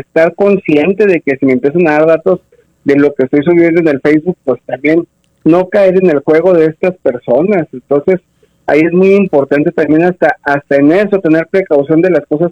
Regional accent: Mexico

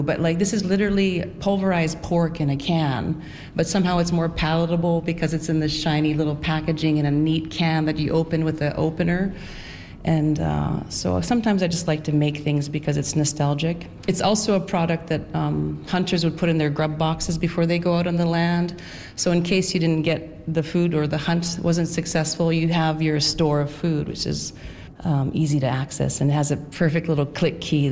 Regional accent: Coral Harbour, Nunavut, Canada; moved away; up in my hometown, Coral Harbor, Nunavut.

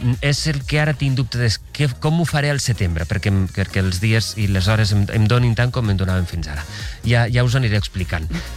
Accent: Alberic, Valencian Community, Spain; moved away as an adult; also born or lived in Barcelona; now in Madrid, Spain; soc d'una comarca, que es diu la comarca de la Ribera, he crescut allà, vinc cada cap de setmana

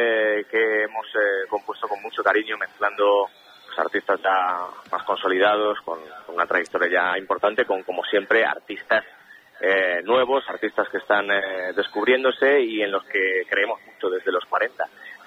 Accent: El Bierzo, Castile and León, Spain; botillo del Bierzo, de mi tierra

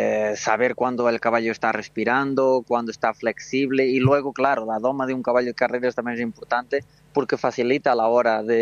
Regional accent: Portugal; cuando piensas jamás piensas así tan alto y más de un turf de donde vengo, de Portugal, que hay mucha afición

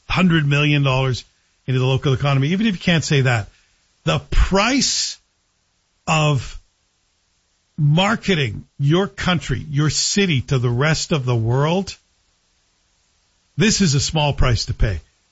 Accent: Toronto, Ontario, Canada; moved away as an adult; also born or lived in Los Angeles; I'm from Toronto.

